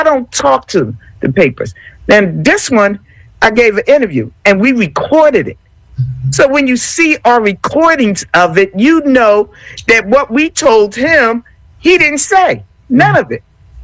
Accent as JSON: {"language": "English", "town": "Philadelphia", "region": "Pennsylvania", "country": "United States", "tie": "born or raised there", "said": "I'm from North Philly."}